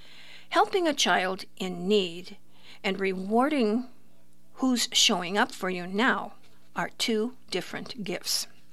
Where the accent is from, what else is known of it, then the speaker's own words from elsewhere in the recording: Clinton, United States; Growing up in Clinton, I have been to the Arboretum numerous times and have attended learning sessions for elementary-age students